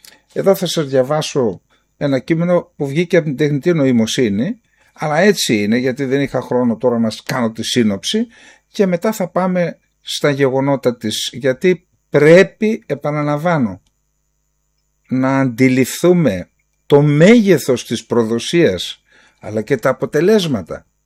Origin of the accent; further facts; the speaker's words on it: Greece; τη μία ως Έλληνας